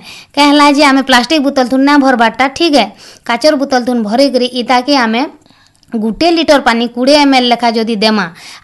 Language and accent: Odia; Thakurmal, Odisha, India; ମୋର ଗାଁ ଠାକୁରମାଲ, ମୁଁ ଘେନୁପାଲି ପଞ୍ଚାୟତ ଜୁଜୁମୁରା ବ୍ଲକର ଅଟେ।